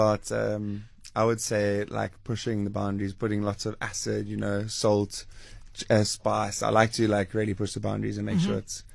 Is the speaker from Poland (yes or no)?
no; Durban, KwaZulu-Natal, South Africa; which is I'm from Durban.